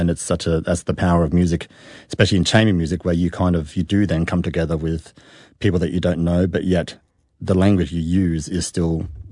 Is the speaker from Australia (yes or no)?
yes; Australia; accent: Australian; It's still after a few beers, I still then kind of pick up my Australian accent agai